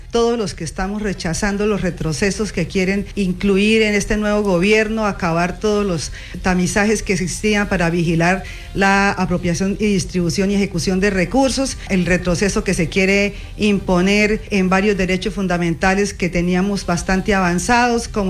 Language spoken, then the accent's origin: Spanish; Colombia; los derechos a nuestros bienes como colombianos